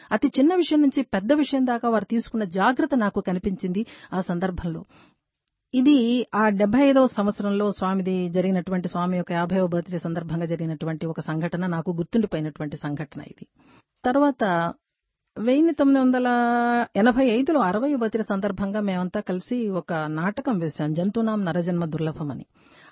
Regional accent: Andhra Pradesh, India; నేను రాయలసీమ దాన్ని, స్వామి రాయలసీమ సంబంధించినటువంటి వారు, తీపులు చాలా బాగున్నాయి స్వామి అని అన్నాను.

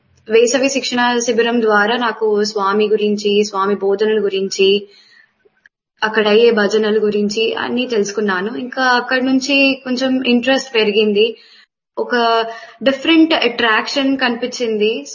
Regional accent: Hyderabad, Telangana, India; now in Dehradun, India; And నా home town Hyderabad. Present నేను ఇప్పుడు దేరాదూన్ లో ఉంటున్నాను.

